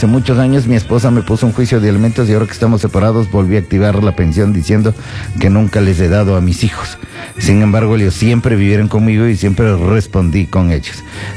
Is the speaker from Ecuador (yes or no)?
yes; Ecuador; Trabaje macho y demuestre cómo somos dos ecuatorianos.